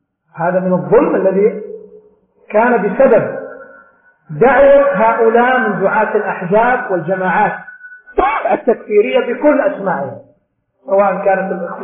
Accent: Saudi Arabia; عندنا في المملكة العربية السعودية

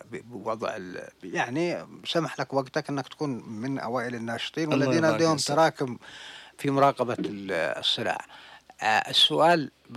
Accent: Yemen; ويعني كيمنيين يراقبون هذا الوضع يعني باندفاع كبير جدا

